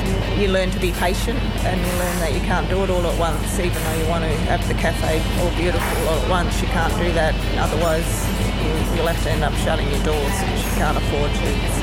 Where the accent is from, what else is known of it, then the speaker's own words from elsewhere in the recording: Western Australia, Australia; born there; now in Tennant Creek, Australia; I was born in Northcliff or Pemberton area in West Australia, which is really farming country and carry territory country.